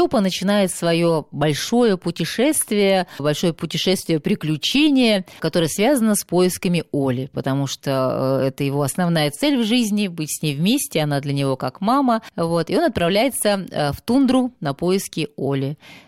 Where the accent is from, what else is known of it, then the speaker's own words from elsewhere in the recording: Far North, Russia; moved away; я родилась и выросла на Крайнем Севере